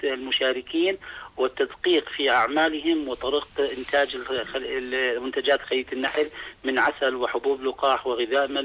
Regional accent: Jordan; عندنا في الأردن

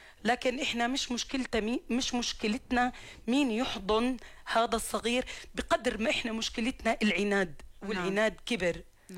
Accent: Jordan; عندنا في الأردن

